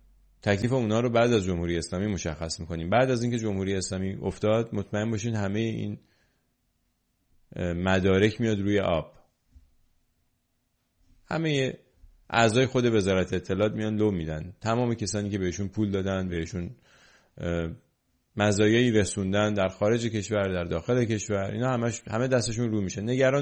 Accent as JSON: {"language": "Persian", "country": "Iran"}